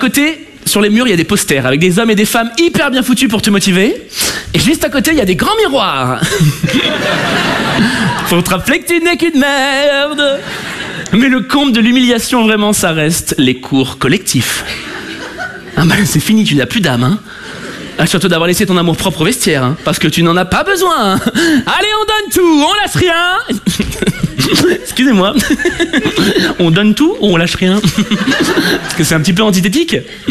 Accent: Paris, Île-de-France, France; Parce que je suis parisien et superficiel.

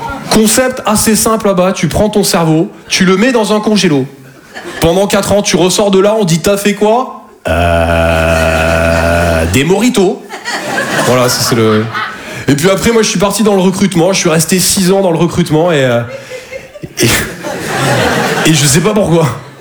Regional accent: Toulouse, Occitanie, France; je viens de Toulouse à la base.

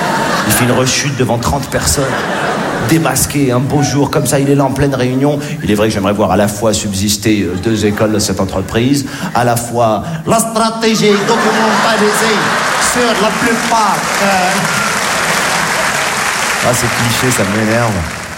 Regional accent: Morocco; born there; Je suis né au Maroc. Ce qui est bien quand t'es marocain, quand tu vas aux States...

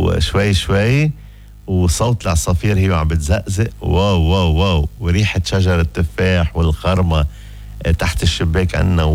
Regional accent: Lebanon

